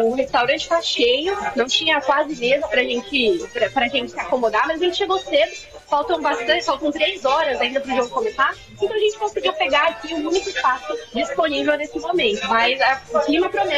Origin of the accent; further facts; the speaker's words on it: Brazil; toda vez que a gente fala que a gente é brasileira